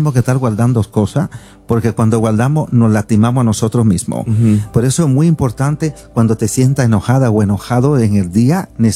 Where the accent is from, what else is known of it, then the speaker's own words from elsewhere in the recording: Dominican Republic; yo vengo de 5 generaciones en la República Dominicana, de donde vengo.